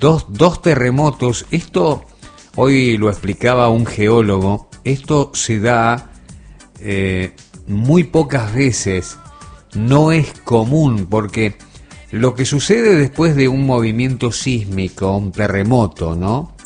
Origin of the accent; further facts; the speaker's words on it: Argentina; desde aquí nuestro abrazo fraterno como argentinos